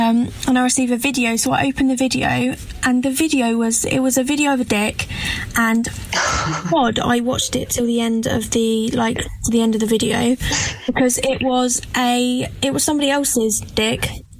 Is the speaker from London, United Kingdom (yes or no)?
no; East of England, United Kingdom; I'm from Essex.